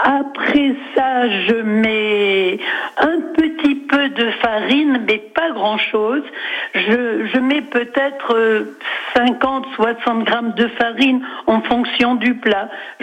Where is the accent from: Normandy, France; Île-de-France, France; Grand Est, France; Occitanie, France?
Normandy, France; born there; now in Rognes, France; je suis née en Normandie